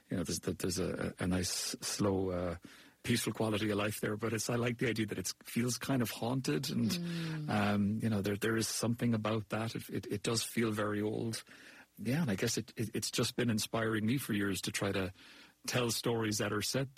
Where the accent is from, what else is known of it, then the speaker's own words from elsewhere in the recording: Cork, Munster, Ireland; We even shot it where I grew up. So I'm from Cork, which is in the southwest of Ireland.